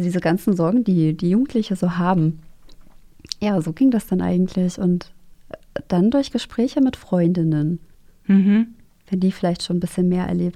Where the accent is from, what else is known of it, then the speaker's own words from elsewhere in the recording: Thuringia, Germany; Also ich bin Thüringerin